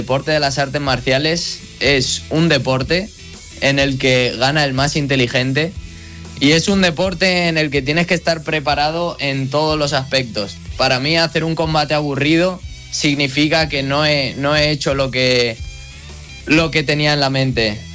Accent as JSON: {"language": "Spanish", "town": "Valencia", "region": "Valencian Community", "country": "Spain", "said": "me gustaría que fuese en noviembre en el Roche Arena en Valencia, de donde yo soy originario"}